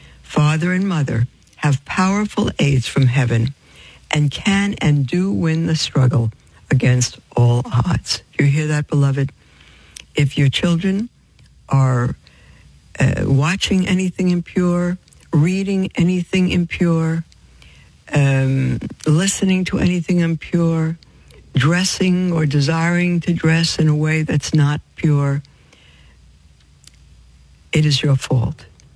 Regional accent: Brooklyn, New York, United States; when I was growing up in Brooklyn in my Jewish home, we didn't get rewards for doing things.

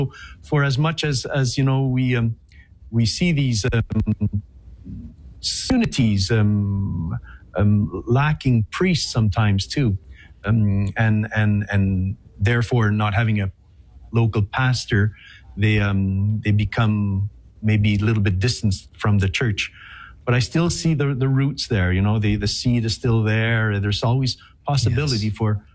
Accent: Chicoutimi, Quebec, Canada; I'm French Canadian. I'm actually from a place called Saguenay, Lake St. John, a city called Chicoutimi, north of Quebec City.

